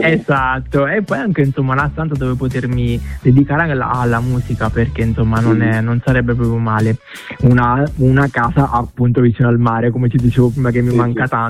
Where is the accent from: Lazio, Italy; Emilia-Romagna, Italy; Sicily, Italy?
Sicily, Italy; Vittoria; now in Perugia, Italy; Siciliano, sì, sono di Ragusa, della provincia di Ragusa, di Vittoria.